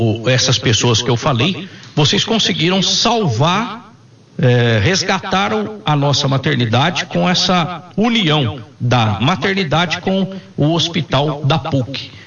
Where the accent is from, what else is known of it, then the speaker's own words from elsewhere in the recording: Minas Gerais, Brazil; now in Campinas, Brazil; Eu vim de Minas, né?